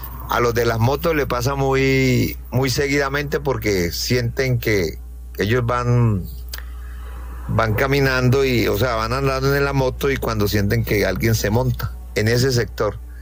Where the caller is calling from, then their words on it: Palmira, Valle del Cauca, Colombia; desde Palmira, Valle del Cauca.